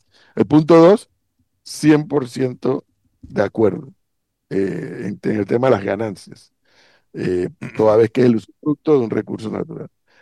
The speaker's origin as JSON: {"language": "Spanish", "country": "Panama", "said": "Yo como un panameño más"}